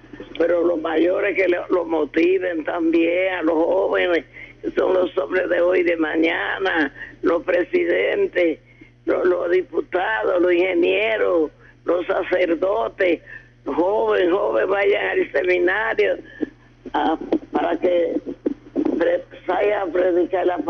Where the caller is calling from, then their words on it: Navarrete, Santiago, Dominican Republic; a mi pueblo Navarrete, que lo quiero mucho